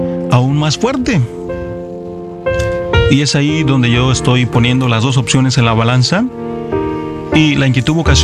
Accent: Michoacán, Mexico; me ordenaron sacerdote en el año 2007, en mi tierra natal, en Michoacán.

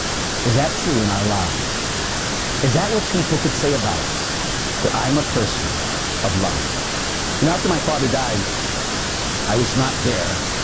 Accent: Pittsburgh, Pennsylvania, United States; I grew up in Pittsburgh, huh?

